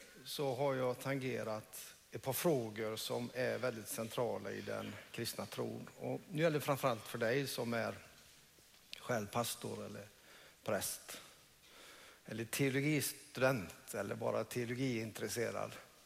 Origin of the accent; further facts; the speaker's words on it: Hönö, Västra Götaland County, Sweden; Jag är uppväxt i Hönö kyrka borta under Gösta Gustafsson och Gösta Karlman.